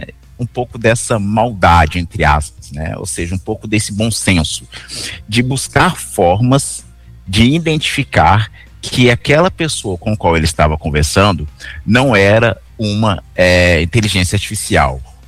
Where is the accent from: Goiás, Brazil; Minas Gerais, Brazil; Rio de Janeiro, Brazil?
Minas Gerais, Brazil; Belo Horizonte; accent: mineiro; Eu, por exemplo, sou mineiro, sou de Belo Horizonte, né?